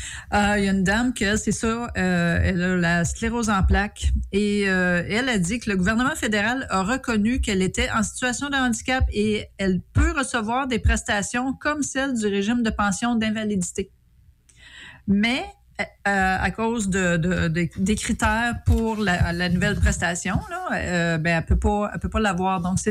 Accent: Gatineau, Quebec, Canada; Mon coin de pays à Gatineau

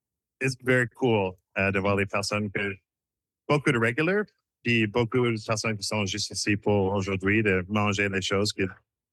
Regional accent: Halifax, Nova Scotia, Canada; Oui, je suis de Nouvelle-Écosse. Je suis d'Halifax. Mes grands-parents sont de Shediac. Ma mère de Shediac, puis Bocuse et Saint-Louis-de-Kent.

